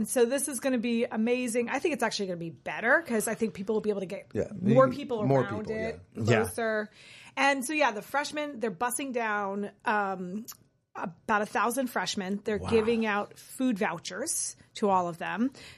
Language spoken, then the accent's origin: English; the South, United States; It's like Southern, which I'm from the South, fried chicken with like an Asian fusion flavors